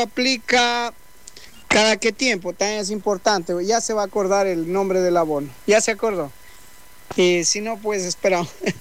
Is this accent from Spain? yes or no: no; Santo Domingo, Santo Domingo de los Tsáchilas, Ecuador; casi la mayoría de los que estamos aquí en Amazonía somos migrantes, unos de Loja, de Manabí, de Esmeraldas, yo en mi caso de Santo Domingo.